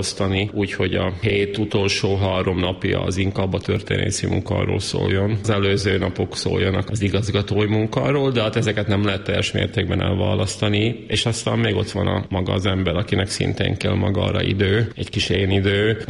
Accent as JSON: {"language": "Hungarian", "country": "Slovakia", "accent": "Palóc", "said": "mert hát én magyarul is palóc kiejtéssel beszélek, de hát így vagyok önazonos"}